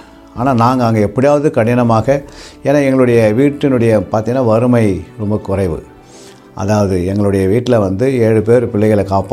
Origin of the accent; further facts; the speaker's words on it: Tamil Nadu, India; என்னுடைய சொந்த ஊர் அரக்கோணம் என்ற பகுதியிலே சில்வர்பட்டு கிராமத்திலே நான் 1964 பிறந்து